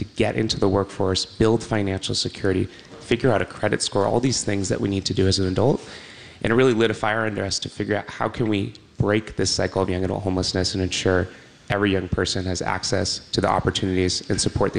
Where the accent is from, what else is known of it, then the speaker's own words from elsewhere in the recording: Westborough, Massachusetts, United States; Yeah, so growing up in Westboro, I had the opportunity to represent my town as part of this statewide service initiative